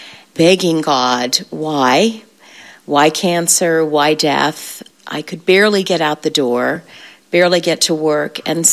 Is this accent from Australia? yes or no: no; Brazil; My mom is retired now. She was a missionary overseas. I grew up in Brazil.